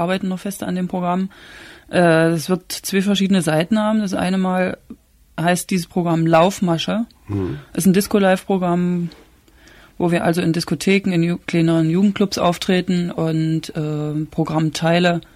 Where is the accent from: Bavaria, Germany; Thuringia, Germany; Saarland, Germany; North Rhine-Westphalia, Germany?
Thuringia, Germany; Aus Thüringen.